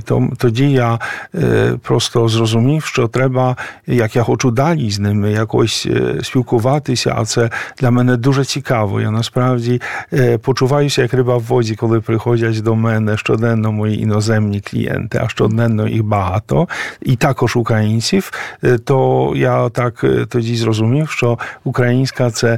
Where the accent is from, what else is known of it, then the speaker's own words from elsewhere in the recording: Poland; але я поляк, вони були поляки, римокатолики, тобто в мене немає жодної ідентичності української, я просто поляк, який живе тут у Варшаві